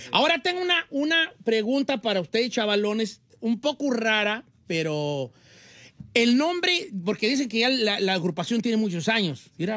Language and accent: Spanish; Guanajuato, Mexico; Yo también soy de Guanajuato.